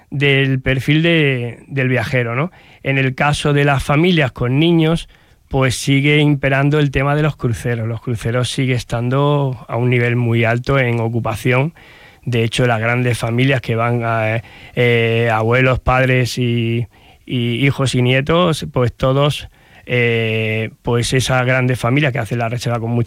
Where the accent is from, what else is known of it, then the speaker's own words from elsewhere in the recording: Málaga, Andalusia, Spain; que soy muy malagueño, muy de aquí, de la playa